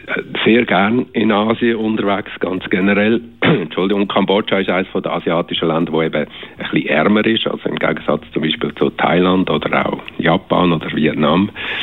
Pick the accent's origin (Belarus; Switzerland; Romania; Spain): Switzerland; wir kommen aus der Schweiz